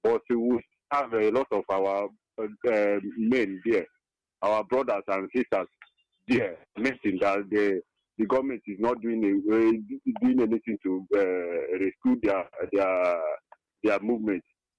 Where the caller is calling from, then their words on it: Enugu, Enugu State, Nigeria; I'm calling from Enugu.